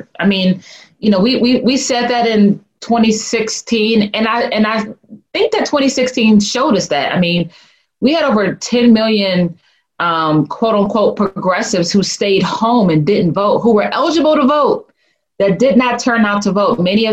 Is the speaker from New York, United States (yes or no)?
no; Jackson, Mississippi, United States; You know, my family's from Mississippi, so we're from Jackson. And so I have a real personal kind of tie to the state.